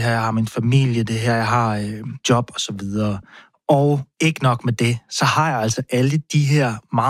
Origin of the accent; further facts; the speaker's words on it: Aarhus, Central Denmark Region, Denmark; accent: Jutlandic; moved away as an adult; now in Copenhagen, Denmark; jeg kommer fra Aarhus, og da jeg flyttede til København i sin tid, det er... Hvad var det? Det var i 13. Det er 13 år siden. Ah, okay, det var i 14 måske. Det er 12 år siden. Jeg har boet her i 12 år, og jeg har boet alle steder i København. Nordvest, Nørrebro, Indreby, Vesterbro